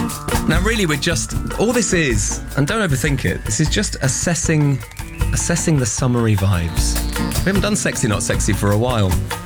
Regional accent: United Kingdom; No, we're British

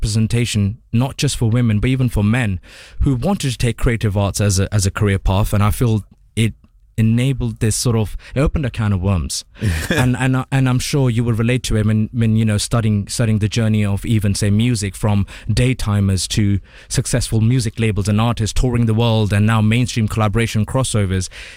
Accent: United Kingdom; the generation before us has helped shape who we are as British South Asian or British Asian.

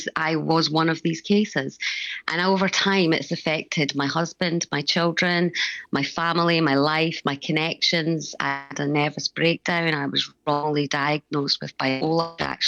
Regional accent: England, United Kingdom; born there; I was born and adopted in England to Scottish parents.

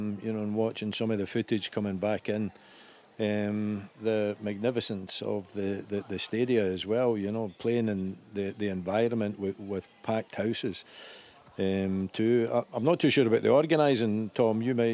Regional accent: Scotland, United Kingdom; as Scottish fans.

